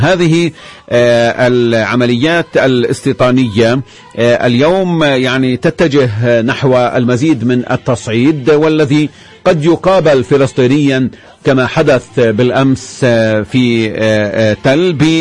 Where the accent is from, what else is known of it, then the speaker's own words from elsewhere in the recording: Palestine; إحنا كفلسطينيين